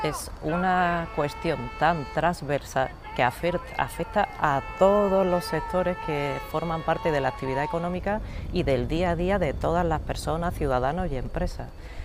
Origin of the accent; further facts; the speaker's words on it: Pozo Alcón, Andalusia, Spain; yo soy de Jaén, soy de Pozo Alcón, soy poceña